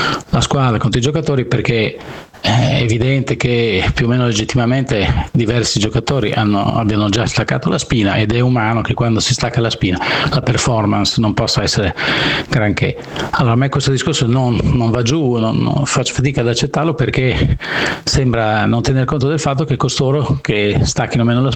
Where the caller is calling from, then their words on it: Bologna, Emilia-Romagna, Italy; da Bologna.